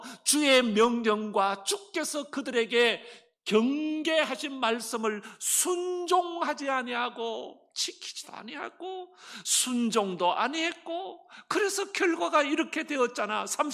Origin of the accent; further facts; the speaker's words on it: Seongju, North Gyeongsang, South Korea; moved away; 제 고향이 성주라서 잘 알죠?